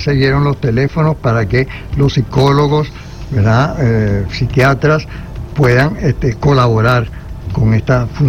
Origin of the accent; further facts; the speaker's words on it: Venezuela; nosotros como venezolanos tenemos que agradecer esa iniciativa